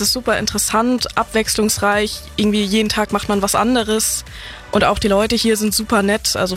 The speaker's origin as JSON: {"language": "German", "region": "Schleswig-Holstein", "country": "Germany", "tie": "born or raised there", "said": "Ich bin ja auch hier in Schleswig-Holstein geboren und deswegen ja, fühle ich mich irgendwie damit verbunden, mit meiner Heimat."}